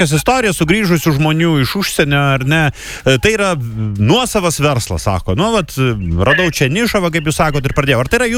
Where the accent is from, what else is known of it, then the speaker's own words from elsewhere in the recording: Vilnius, Vilnius County, Lithuania; born there; aš iš Vilniaus, man grįžti niekur nereikėjo